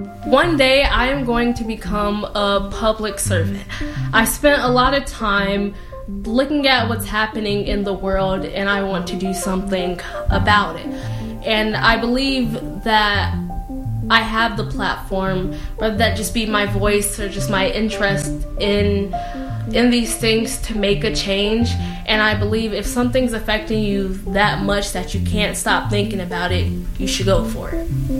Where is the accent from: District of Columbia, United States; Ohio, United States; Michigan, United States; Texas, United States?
Michigan, United States; Kentwood; I was born and raised in Kentwood or Grand Rapids area of Michigan